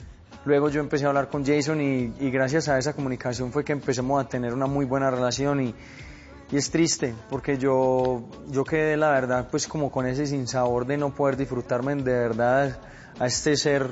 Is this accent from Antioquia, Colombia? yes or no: yes; Medellín, Antioquia, Colombia; tengo la prioridad de disfrutar más mi tierra, Medellín